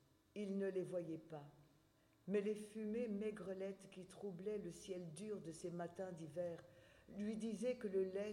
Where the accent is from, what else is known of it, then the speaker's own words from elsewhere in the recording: Wallonia, Belgium; Puisque je suis du Borinage, donc toujours, je suis née là, j'y habite depuis, vous aussi, depuis mon enfance, depuis ma naissance.